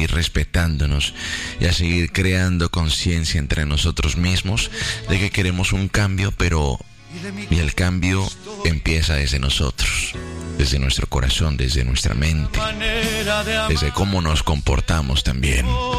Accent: Colombia; Somos hermanos, somos colombianos, y pase lo que pase

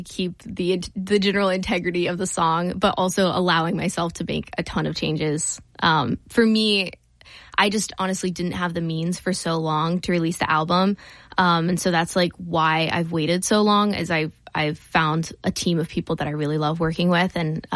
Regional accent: Chillicothe, Ohio, United States; moved away as an adult; now in Columbus, United States; I grew up in Chillicothe originally. Okay. Yeah, I moved here in August of 24, so I'm somewhat new to Columbus, but yeah, I grew up in a little farm about 20 minutes outside of Chillicothe

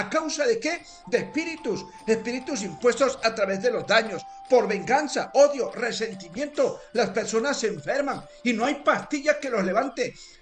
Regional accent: Catemaco, Veracruz, Mexico; Somos veracruzanos, somos de Catemaco, Veracruz.

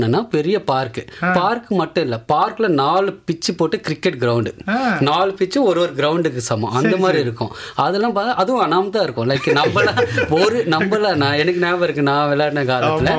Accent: Chennai, Tamil Nadu, India; நான் சென்னையில் பிறந்து வளர்ந்தேன்.

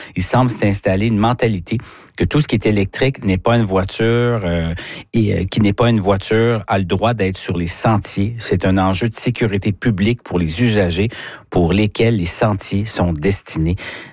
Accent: New Brunswick, Canada; chez nous, au Nouveau-Brunswick

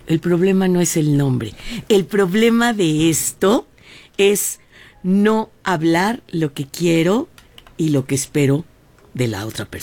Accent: Mexico; sí, claro, sí, somos mexicanos

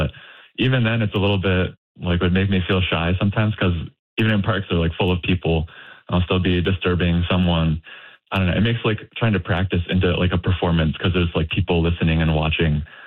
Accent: New Minas, Nova Scotia, Canada; moved away as an adult; also born or lived in Ontario / New York; Yeah, I grew up in New Minas, and then when I started university, I moved out to Ontario, and from there, went to New York for work.

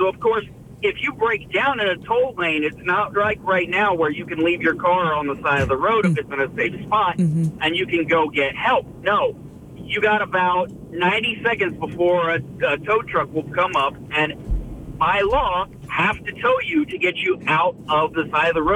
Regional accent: Houston, Texas, United States; So I'm from Houston, and Houston has a ton of toll roads.

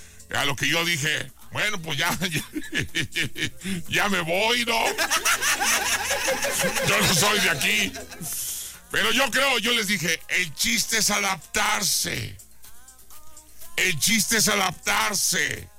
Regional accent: Mexico; Pero pensar, somos mexicanos. Y pues podemos andar donde se nos dé nuestra chingada gana, ¿no?

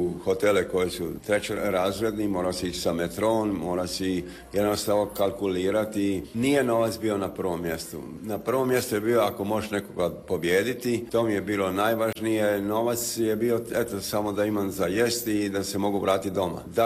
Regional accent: Split, Split-Dalmatia County, Croatia; also born or lived in New York, United States / London, United Kingdom / Munich, Germany; Kad ste rekli Splićanin, da, ja sam rođen u Splitu, u Belom Varešu, gdje sam fetivi Splićani.

